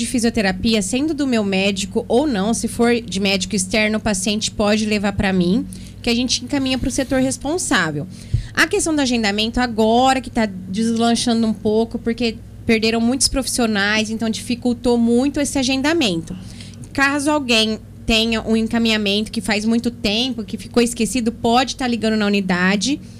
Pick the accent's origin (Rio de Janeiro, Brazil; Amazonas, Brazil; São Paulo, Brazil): São Paulo, Brazil; Pirangi; Eu sou de Pirangi.